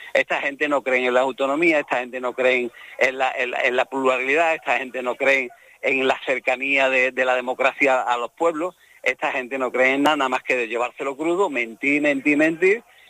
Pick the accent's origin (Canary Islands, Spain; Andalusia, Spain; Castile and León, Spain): Andalusia, Spain; Dos Hermanas; en Dos Hermanas, en mi tierra